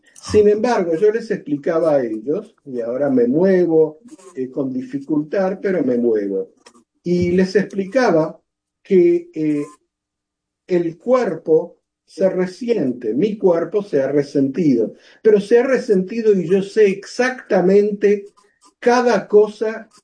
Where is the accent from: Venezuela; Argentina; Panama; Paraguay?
Argentina; Y yo soy originario de Argentina.